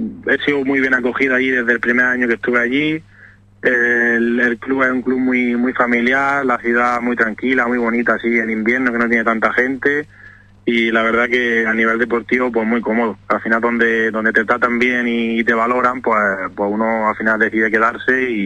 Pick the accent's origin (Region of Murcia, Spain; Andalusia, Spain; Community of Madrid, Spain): Andalusia, Spain; Almería; moved away